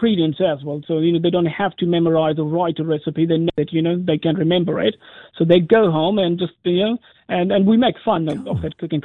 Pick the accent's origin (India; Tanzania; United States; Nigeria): India; moved away as an adult; now in Arua, New Zealand; Because I come from India, you know, where food is very important to us. And when I came to New Zealand and did a bit of research, you know, how Kiwis eat.